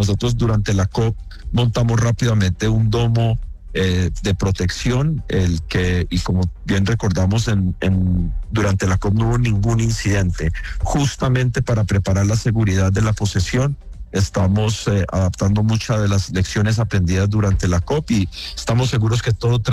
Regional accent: Cali, Valle del Cauca, Colombia; como caleño, no solo como alcalde

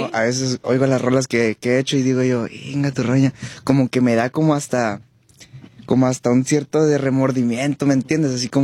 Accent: Cuauhtémoc, Chihuahua, Mexico; No, yo soy de Chihuahua. Sí, de Cuauhtémoc, Chihuahua.

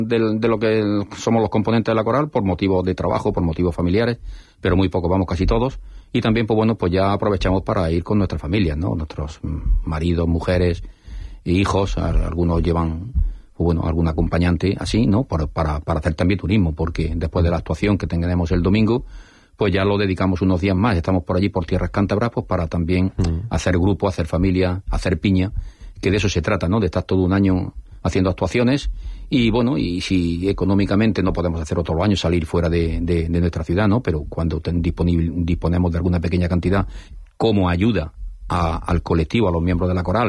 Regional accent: Linares, Andalusia, Spain; un puñado de linarenses que vamos a estar allí

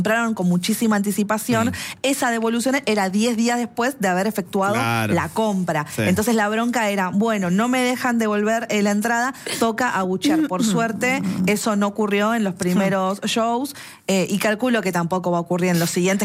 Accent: Argentina; como somos los argentinos

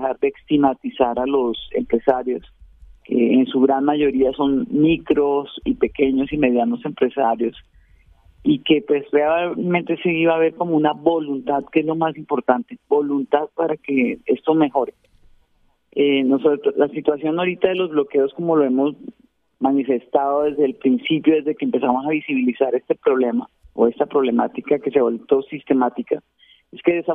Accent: Barranquilla, Atlántico, Colombia; yo me crié en Barranquilla toda mi vida.

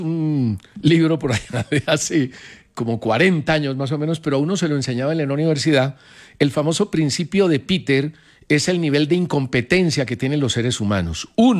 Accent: Colombia; de lo que somos los colombianos a nivel internacional.

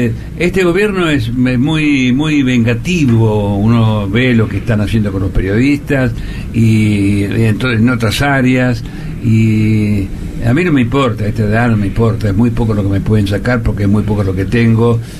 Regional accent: Argentina; Yo soy argentino

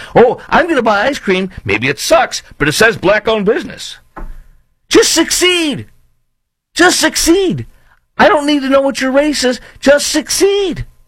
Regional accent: Illinois, United States; O'Hare. My folks live like 10 minutes from there. And many things that annoy me when I go back to my hometown.

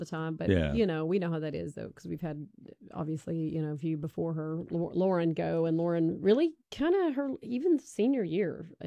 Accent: Jessieville, Arkansas, United States; I grew up in Jesseville.

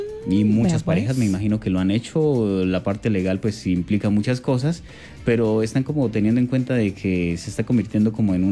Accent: Colombia

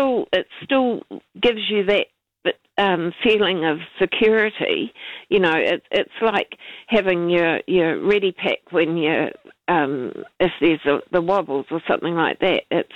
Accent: Scotland, United Kingdom; because of me being Scottish, they've given me jokes

